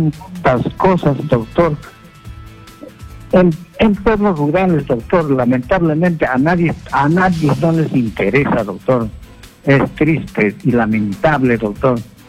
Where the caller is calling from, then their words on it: Colca, Junín, Peru; yo soy del distrito de Colca, del distrito de Chacapampa, Carhuacayanga, todos esos pueblitos, Chongosalto, todos esos pueblitos